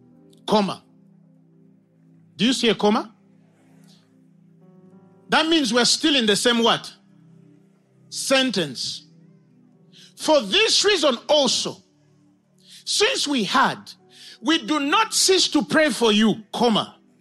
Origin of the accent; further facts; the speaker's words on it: United Kingdom; I'm British, so we are semicolon.